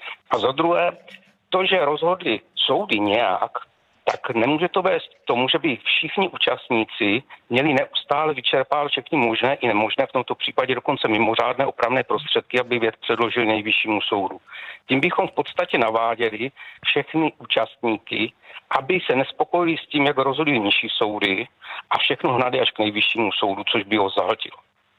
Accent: Brno, South Moravian Region, Czechia; Mě by to nevadilo, my v Brně, já jsem z Brna

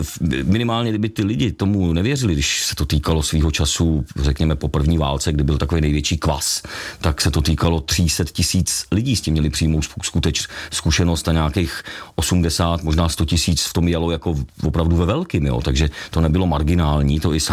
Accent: Vrchlabí, Hradec Králové Region, Czechia; jakožto rodák z Vrchlabí. Takže to je moje jako domovina, byť teda jako ta vysoká střední Asie, ten Afghánistán, Tádžikistán, Pákistán je druhá domovina

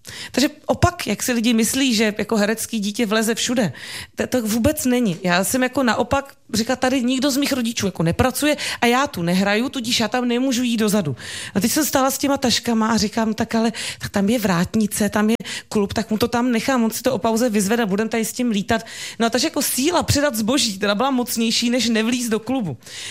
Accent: Prague, Czechia; Tak logicky přirozeně já jsem byla z Prahy, měl ten pocit, že bych měla třeba sem jít nebo něco.

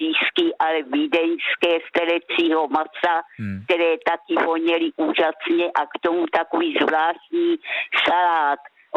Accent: Rohatec, South Moravian Region, Czechia; born there; Narodila jsem se v Rohací u Hodonína

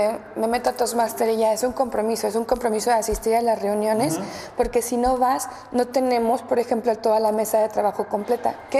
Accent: Mexico; Mexicanos, yo soy mexicana, sí.

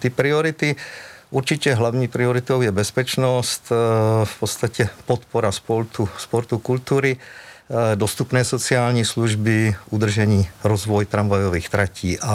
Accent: Olomouc, Olomouc Region, Czechia; Takže já jsem rodilý Olomoučák a město mám velmi rád.

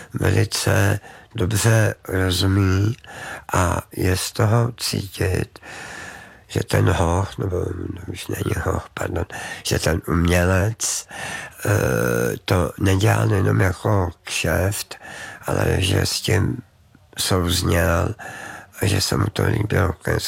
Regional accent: Cheb, Karlovy Vary Region, Czechia; Já jsem z Chebu, takže a jezdil jsem tam v létě s maminkou a v zimě s plzeňským strýcem lyžovat.

